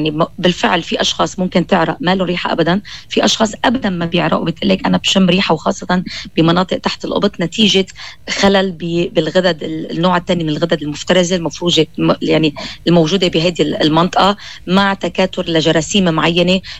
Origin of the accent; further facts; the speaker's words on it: Lebanon; عندنا بلبنان